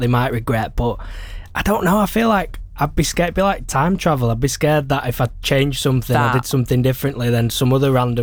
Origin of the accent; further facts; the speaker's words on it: Manchester, North West England, United Kingdom; from Manchester, as you say. 28. Love travelling.